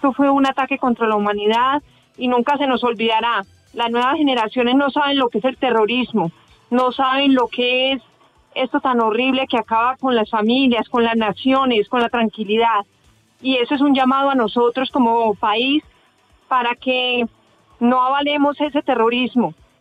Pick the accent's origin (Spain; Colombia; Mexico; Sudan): Colombia; Medellín, Antioquia; me llamaron de Medellín, yo soy de Medellín, me llamaron a decirme